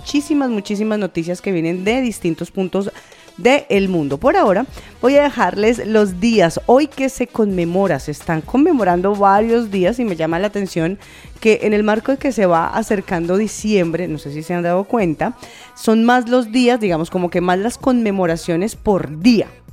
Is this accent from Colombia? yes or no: yes; Colombia; en mi tierra, en Colombia